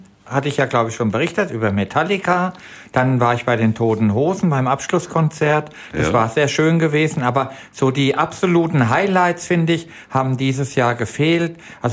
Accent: Wiesbaden, Hesse, Germany; Die spielen in meiner Heimatstadt am 14. Oktober um 20 Uhr im Schlachthof Wiesbaden.

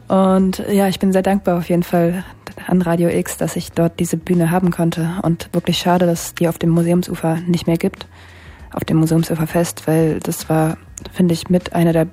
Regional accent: Frankfurt, Hesse, Germany; also born or lived in Cologne; habe ich noch eine Zeit lang danach auch in Köln gewohnt und bin dann irgendwann wieder zurück in meine Heimatstadt Frankfurt.

